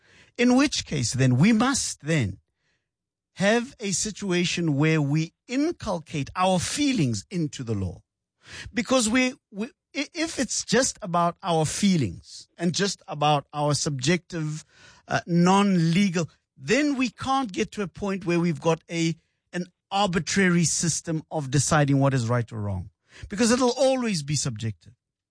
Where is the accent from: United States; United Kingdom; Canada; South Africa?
South Africa; Okay, I am a South African. So I'm not here as somebody coming from someplace looking in. I am a South African.